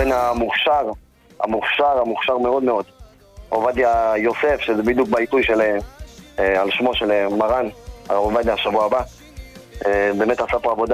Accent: Beit Shemesh, Jerusalem District, Israel

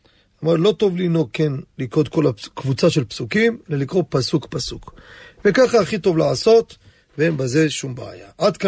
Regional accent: Jerusalem, Jerusalem District, Israel; born there; כשהייתי נער, בירושלים, כן, כמובן, בשכונת קטמונים

